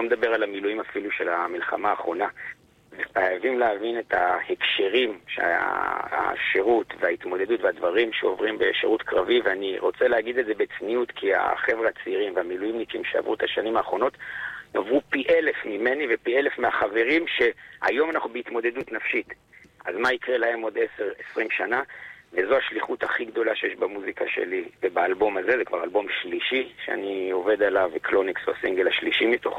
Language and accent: Hebrew; Jerusalem, Jerusalem District, Israel; moved away as an adult; אני ברחתי מירושלים, כי ירושלים הייתה שם עד גיל 23